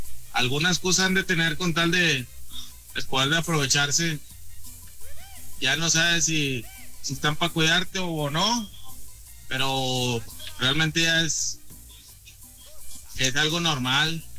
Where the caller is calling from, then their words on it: Monterrey, Nuevo León, Mexico; yo soy de Monterrey.